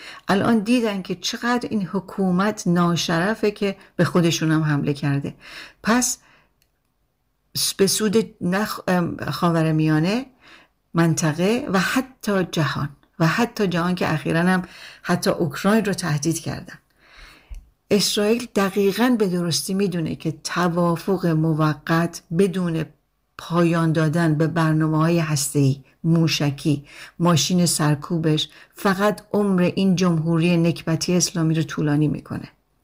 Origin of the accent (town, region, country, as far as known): Iran